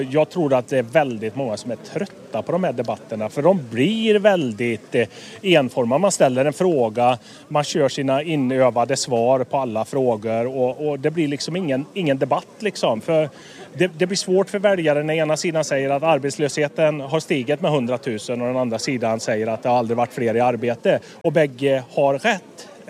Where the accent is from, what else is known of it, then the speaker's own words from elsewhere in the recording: Sweden; Jag är uppvuxen ute i Kinnarslutarp, men jag har bott i samhället.